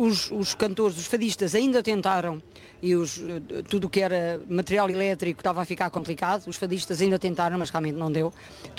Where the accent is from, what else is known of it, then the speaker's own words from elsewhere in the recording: Cascais, Lisbon, Portugal; eu sou de Cascais